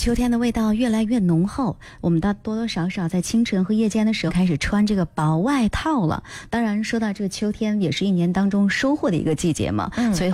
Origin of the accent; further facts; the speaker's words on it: Shanxi, China; 作为我们山西人